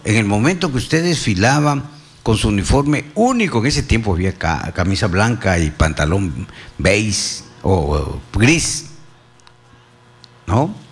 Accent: Peru; a veces hasta me da vergüenza decir que soy peruano?

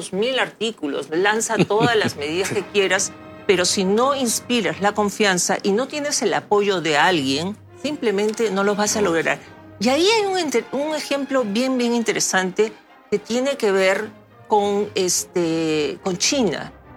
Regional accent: Peru

